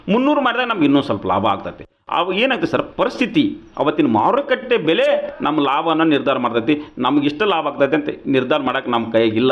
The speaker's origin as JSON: {"language": "Kannada", "area": "Bijapur, Bagalkot", "region": "Karnataka", "country": "India", "said": "ನಾವು ಬಿಜಾಪುರ ಬಾಗಲಕೋಟೆ ರೈತರು"}